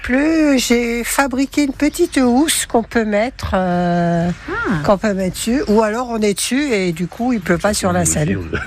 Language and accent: French; Grand Est, France; moved away; also born or lived in Alsace / Paris; Moi je suis Lorraine, j'ai habité en Alsace et puis après on s'est rencontrés à Paris.